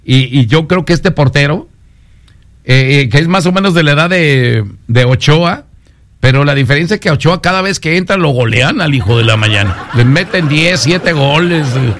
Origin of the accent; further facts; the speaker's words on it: Ciudad Guzmán, Jalisco, Mexico; este Tala es de Ciudad Guzmán, Jalisco, es de mi pueblo. Yo lo enseñé a porterear al hijo de la madre.